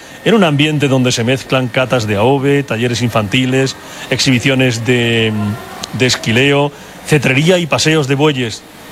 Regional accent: Andalusia, Spain; A nosotros Sierra Mágina siempre nos ha ligado. Venimos de la comarca de La Loma.

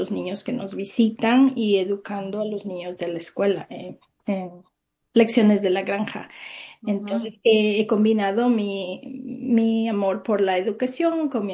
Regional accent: Ecuador; moved away as an adult; now in Ghent, New York, United States; Yo soy de Ecuador y cuando era niña yo hacía las cosas, íbamos a ordeñar la vaca, íbamos a cosechar las papas

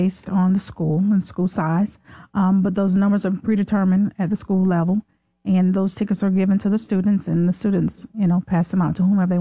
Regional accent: United States; Originally, I am from Moore County.

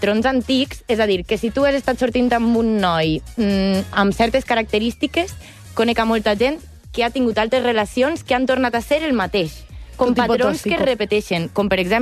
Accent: Valencia, Valencian Community, Spain; Jo que sóc de València, la ruta del bacalao

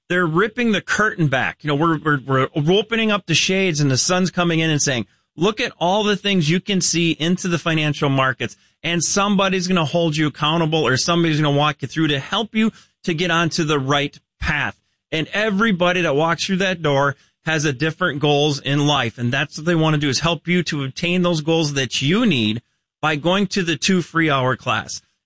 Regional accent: Midwest, United States; You know, I'm from the Midwest. It's cold

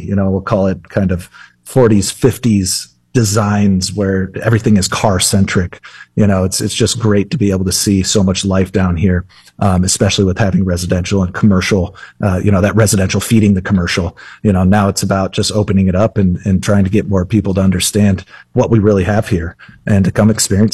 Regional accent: Cedar Rapids, Iowa, United States; also born or lived in Denver; I grew up here in Cedar Rapids on the north side of town.

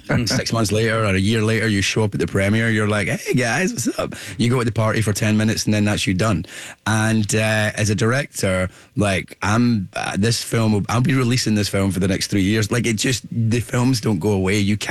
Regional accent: Scotland, United Kingdom; accent: Scottish

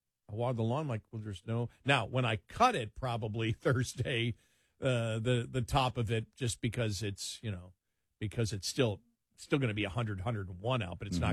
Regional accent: Buffalo, New York, United States; born or raised there

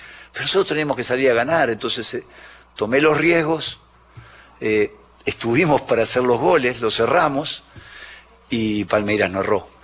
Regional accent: Uruguay; yo soy uruguayo, ¿verdad?

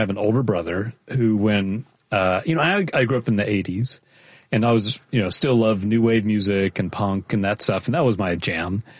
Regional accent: Austin, Texas, United States; I'm from Austin, and he did a small show, like a couple hundred people.

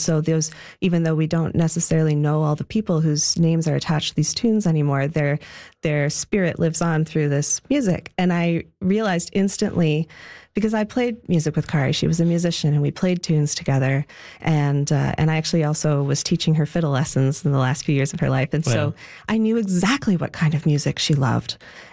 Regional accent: Toronto, Ontario, Canada; moved away as an adult; now in Newfoundland, Canada; And I'm from Toronto originally, and I came to Newfoundland for the first time in 2007 for the Tuckamore Chamber Music Festival.

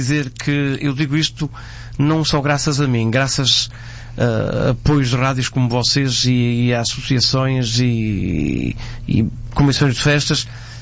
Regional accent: Fafe, Minho, Portugal; now in Paris, France; eu sou natural de Minho, Faf.

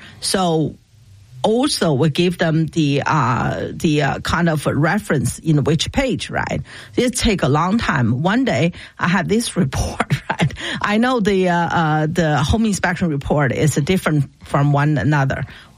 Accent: China; We don't have, by the way, I come from China, we don't have school bus.

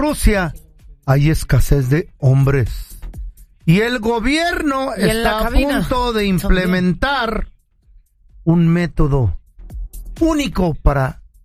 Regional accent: Ciudad Obregón, Sonora, Mexico; born there; Sonora. En Ciudad Obregón, Sonora.

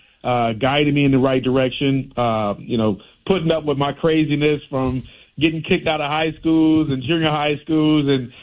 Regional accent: Los Angeles, California, United States; growing up in South Central L.A., you know, going to Kennedy High School, then going on to, Glendale Junior College

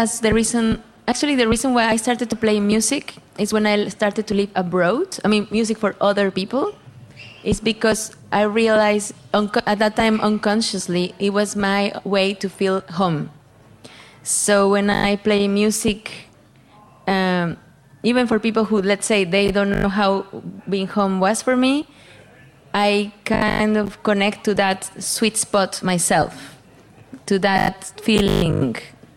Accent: Saltillo, Coahuila, Mexico; I'm from Saltillo, Mexico. Saltillo is a city in the north of Mexico, very close to the U.S.

